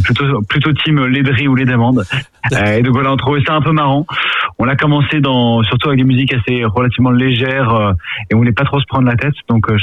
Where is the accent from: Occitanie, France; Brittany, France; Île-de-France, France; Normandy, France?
Île-de-France, France; Paris; nous on est originaire de Paris.